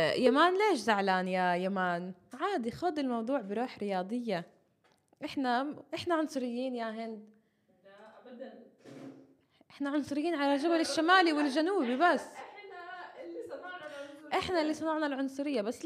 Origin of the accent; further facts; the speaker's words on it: Nablus, West Bank, Palestine; accent: Nablusi; انا احيانا لما بحكي مع صاحباتي اللي من خارج نابلس قسما بالله ما بفهم عليهم بفهمش بدي مترجم لا يترجم لي فاحنا لهجتنا مفهومه خفيفه لطيفه على الكل.